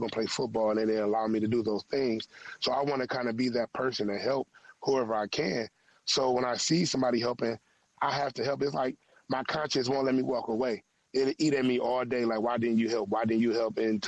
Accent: Cleveland, Ohio, United States; I felt a lot of pain growing up in Cleveland, Ohio.

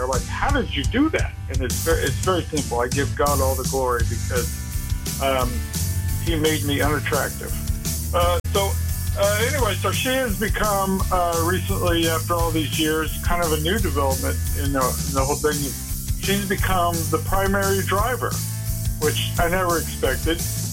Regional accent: Utah, United States; now in Connecticut, United States; I grew up in Utah, but I moved to Connecticut

